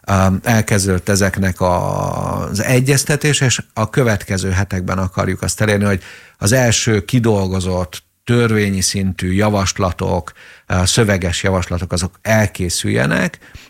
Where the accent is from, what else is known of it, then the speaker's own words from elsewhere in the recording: Hungary; magyarok vagyunk